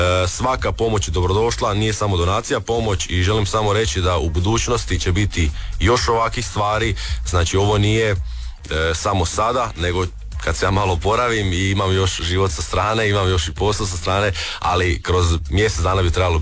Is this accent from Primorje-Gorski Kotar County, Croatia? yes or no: no; Josipovac, Osijek-Baranja County, Croatia; ja sam inače iz Josipovca